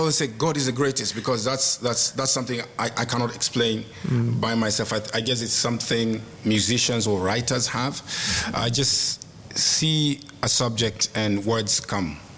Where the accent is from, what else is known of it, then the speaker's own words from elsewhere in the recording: Kenya; Guys associated me with Uganda. The Ugandan culture. So I was like, how am I going to tell people that I'm from Kenya?